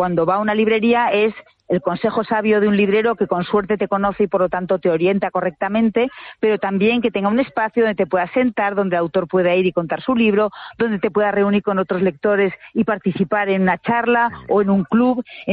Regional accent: Zaragoza, Aragon, Spain; de mi tierra, por cierto, de Zaragoza

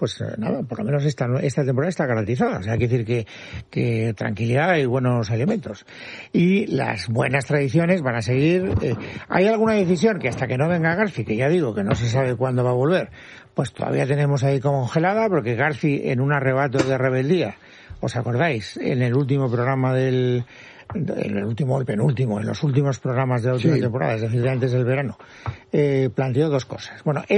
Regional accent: Castellón, Valencian Community, Spain; Es que como vengo de Castellón, todavía vengo con la mentalidad levantina.

